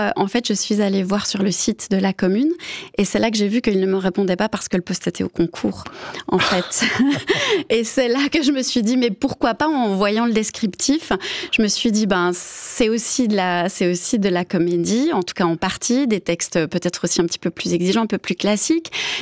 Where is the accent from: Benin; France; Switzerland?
Switzerland; Biel/Bienne, Bern; also born or lived in Lausanne; now in Riviera, Switzerland; Donc je suis partie de Bienne, je suis arrivée à Lausanne, après je suis partie sur la Riviera, maintenant je vais un petit peu plus loin